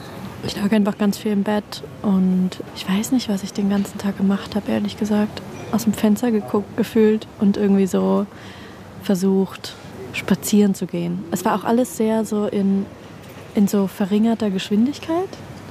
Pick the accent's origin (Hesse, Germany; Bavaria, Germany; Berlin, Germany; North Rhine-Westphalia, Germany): Berlin, Germany; ich bin 28 Jahre alt und ich bin in Berlin aufgewachsen und ich studiere Sozialgeografie in Leipzig.